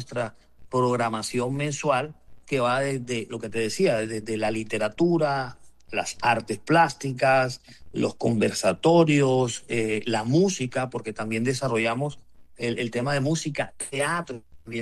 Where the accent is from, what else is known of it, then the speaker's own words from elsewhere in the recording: Barranquilla, Atlántico, Colombia; yo como barranquillero, yo me siento muy orgulloso de que el presidente electo ha visto el poder gobernar de las regiones.